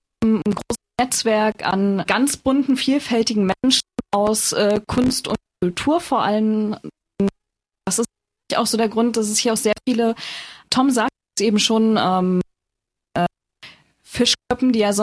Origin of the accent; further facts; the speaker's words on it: Mecklenburg-Vorpommern, Germany; Ja, bei mir ist es halt auch so, ich komme aus Vorpommern.